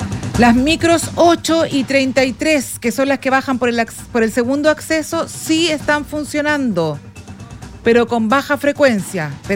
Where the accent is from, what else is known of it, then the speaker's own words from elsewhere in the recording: Iquique, Tarapacá, Chile; Sí, lamentablemente, acá también. Pero somos iquiqueños, así que nada nos va a tumbar.